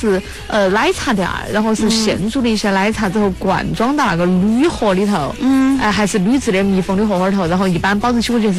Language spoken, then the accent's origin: Chinese; Chongqing, China; 我们重庆那边